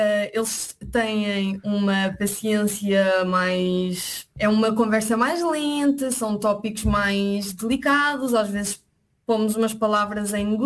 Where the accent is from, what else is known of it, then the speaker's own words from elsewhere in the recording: Portugal; now in Cologne, Germany; no meu caso, sendo portuguesa, vindo para a Colónia